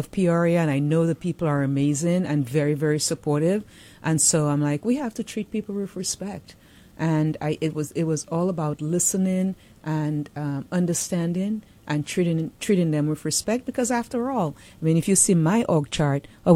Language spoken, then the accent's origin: English; U.S. Virgin Islands; And I'm from St. Croix.